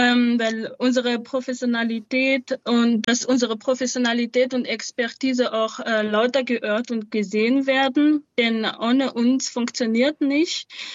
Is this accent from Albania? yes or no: no; Madagascar; now in Munich, Germany; jetzt auch komplett spenden für Waisenhäuser und Hilfsorganisationen in Madagaskar, weil dass ich in meiner Heimat einfach etwas zurückgeben kann.